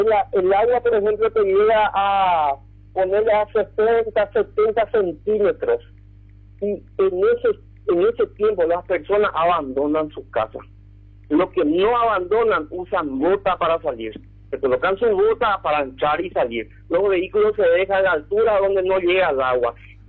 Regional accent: Presidente Franco, Alto Paraná, Paraguay; nosotros somos parte de Franco, nosotros somos ciudadanos franqueños, somos gente de bien.

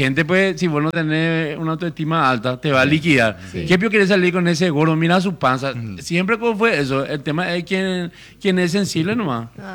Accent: Paraguay; soy un paraguayo fiel, 35 años casado, con la misma esposa

